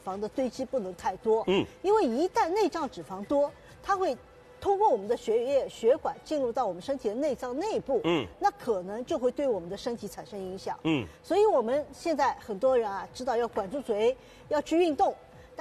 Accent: China; 我们中国人

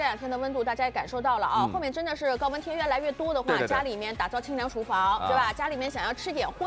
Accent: Shanghai, China; 肉松本身就是我们上海人很喜欢的。

